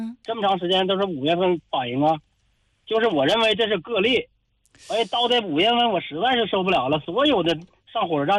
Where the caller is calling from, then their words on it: Tangshan, Hebei, China; 我就是唐山的一名出租那个滴滴司机